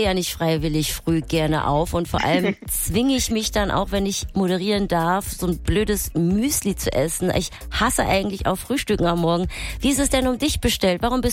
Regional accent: Berlin, Germany; Ich bin auch Berlinerin

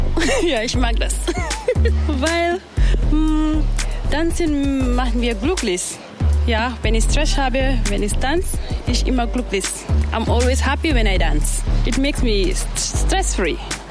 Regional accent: Gambia; German is a second language; now in Dortmund, Germany; Ich komme aus Gambia. Ich lebe in Dortmund.

